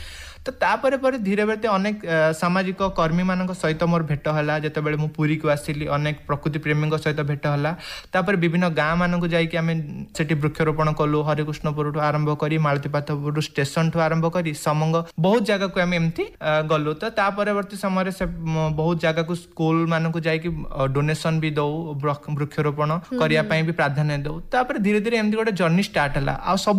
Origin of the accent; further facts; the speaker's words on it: Indipur, Odisha, India; ଦେଖନ୍ତୁ, ମୁଁ ଗୋଟେ ଛୋଟ ଗାଁରୁ ଆସିଛି, ଡେଲାଙ୍ଗର ଇନ୍ଦିପୁର ଗ୍ରାମରୁ ଆସିଛି। ତେଣୁ ଯେହେତୁ ମୁଁ କହିଛି ମୋ ସାଙ୍ଗସାଥିମାନଙ୍କଠୁ ମିଶିବା ଦିନରୁ, ମୋ ପିଲାବେଳୁ ଗଛ ପ୍ରତି ଗୋଟେ ବହୁତ ଭଲ ପାଇବା ଥାଏ।